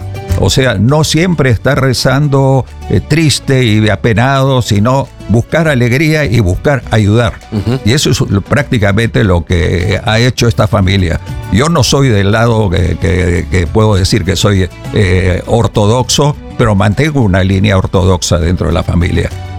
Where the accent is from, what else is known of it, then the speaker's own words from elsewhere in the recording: Peru; born there; nosotros somos parte del Perú, somos parte de la comunidad peruana, judíos de religión, pero nacidos peruanos y pensamos como peruanos y actuamos como peruanos.